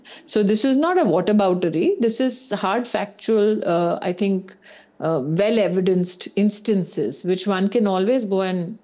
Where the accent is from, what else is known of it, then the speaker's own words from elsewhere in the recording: India; I think that if you ask me as an Indian citizen, my opinion on how citizens congregated in Pune, how citizens who are young are congregating in Jharkhand.